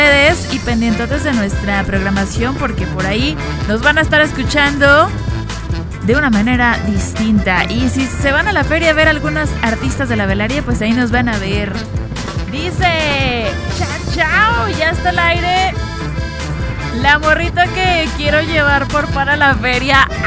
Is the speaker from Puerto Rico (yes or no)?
no; Durango, Mexico; los que somos de Durango